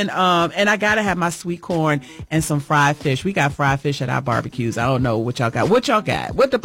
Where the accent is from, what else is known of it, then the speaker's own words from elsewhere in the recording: Chesapeake Bay area, United States; I'm from the East Coast. We're right off of the bay, Chesapeake Bay.